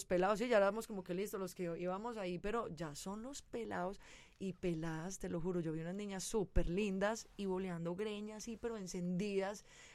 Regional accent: Medellín, Antioquia, Colombia; moved away as an adult; also born or lived in San Cristóbal, Medellín / Los Angeles, United States; Mi Medellín tiene mis raíces, mi cuna. O sea, de hecho, es como que todo. Yo miro mi personalidad, veo quién soy. Es como que a mí me forjó Medellín.

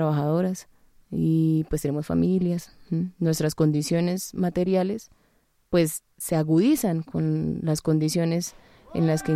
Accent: Colombia; la realidad que vivimos como sociedad colombiana.

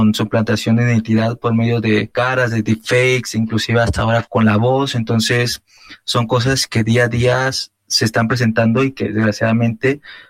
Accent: Mexico; Pues básicamente en México, en mi país

